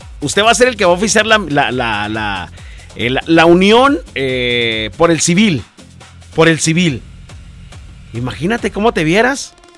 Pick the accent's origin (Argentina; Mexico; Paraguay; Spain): Mexico; ya es americano, yo soy mexicano, y ¿a poco ya voy a tener los papeles?